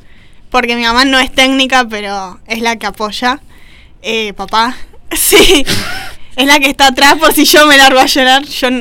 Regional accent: Buenos Aires, Argentina; los dos somos de Buenos Aires

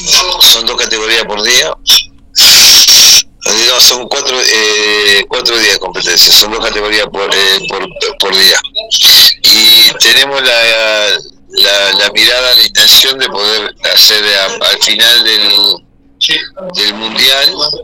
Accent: General Rodríguez, Buenos Aires Province, Argentina; estamos hablando con mi patria chica, comentarte que hay tres representantes de General Rodríguez

